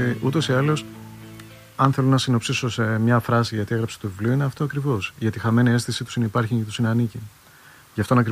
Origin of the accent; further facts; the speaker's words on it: United Kingdom; Greek is a second language; Βρετανία, είμαι Βρετάνας.